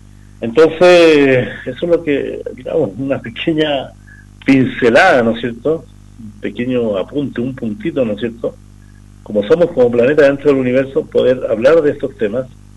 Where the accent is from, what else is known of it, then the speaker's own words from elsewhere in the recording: Arica y Parinacota, Chile; lo que somos como región de Arica Parinacota